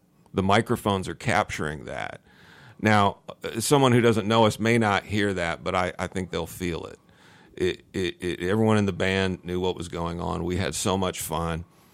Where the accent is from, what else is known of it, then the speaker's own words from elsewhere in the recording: Champaign, Illinois, United States; moved away; I grew up in Champaign, Urbana. I moved here in 1979.